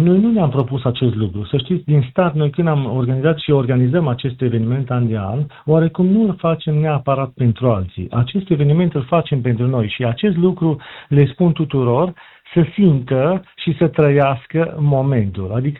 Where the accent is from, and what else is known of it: Romania